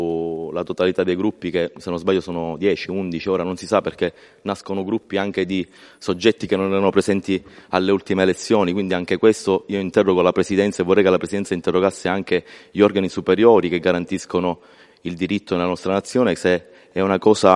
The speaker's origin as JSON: {"language": "Italian", "town": "Casteldaccia", "region": "Sicily", "country": "Italy", "said": "quando torno a casa a Casteldaccia, nel piccolo paesino di provincia, in provincia di Palermo"}